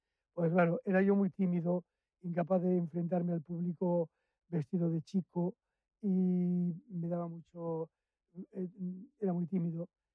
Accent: Bilbao, Basque Country, Spain; born or raised there

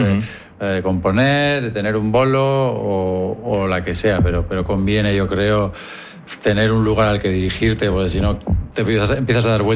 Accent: Leioa, Basque Country, Spain; somos de Leioa

